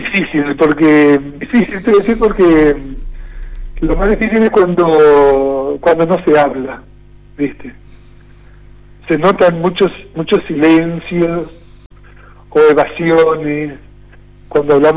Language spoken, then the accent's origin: Spanish; Argentina; La Virgen de Luján, que es la patrona de nuestro pueblo argentino, y San Cayetano, que es uno de los santos más populares de nuestro pueblo argentino también.